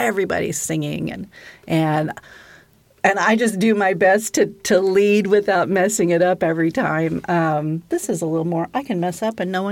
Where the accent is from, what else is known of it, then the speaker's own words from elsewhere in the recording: Midwest, United States; we're from the Midwest.